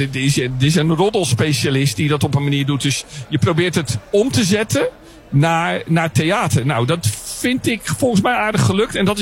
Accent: Rotterdam, South Holland, Netherlands; als ik als Rotterdammer erbij ben.

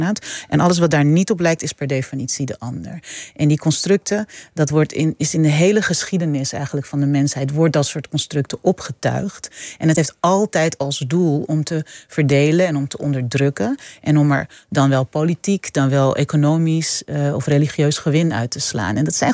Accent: Netherlands

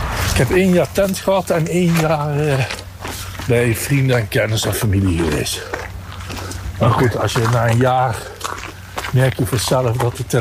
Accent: Nijmegen, Gelderland, Netherlands; Ja, ik ben geboren in Nijmegen, getogen.

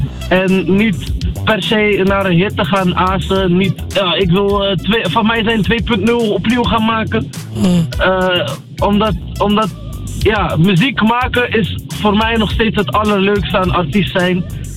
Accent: Berkane, Oriental, Morocco; Dat is de regio waar ik vandaan kom, uit Marokko, Berken. En Berken staat heel erg gekend om de sinaasappels.

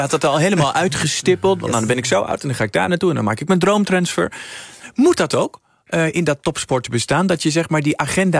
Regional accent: Rotterdam, South Holland, Netherlands; Even kijken, ik kom uit Rotterdam.

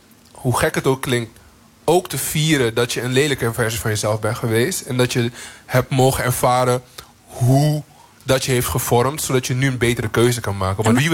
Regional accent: Suriname; ik kom uit Suriname, dus ik draag misschien wel de huid en het haar van mijn Afrikaanse voorouders. Maar ik heb verschillende bloedlijnen en culturen in mijn lichaam.

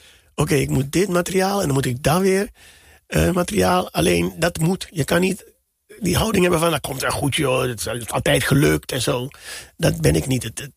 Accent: Suriname; Ik ben opgegroeid in Suriname in de jaren 80... toen het heel moeilijk was met in de rij staan en schaarste aan alles.

